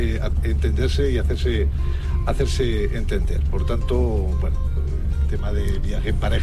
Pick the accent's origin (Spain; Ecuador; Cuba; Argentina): Spain; creo que todos los que estamos aquí somos españoles